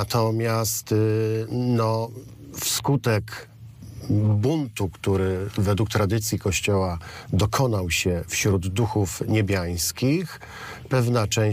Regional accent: Silesian Voivodeship, Poland; tak naprawdę od dziecka, kiedy byłem ministrantem. To księża Michalici, pracujący wtedy w naszej parafii w górach, w Beskidzie Żywieckim

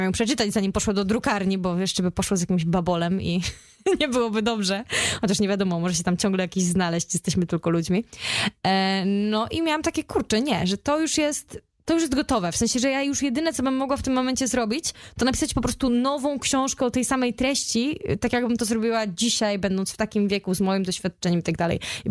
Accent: Opole, Opole Voivodeship, Poland; bo ja jestem Opolanką

